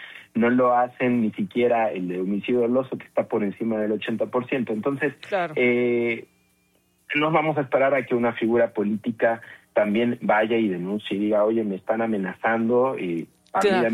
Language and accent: Spanish; Mexico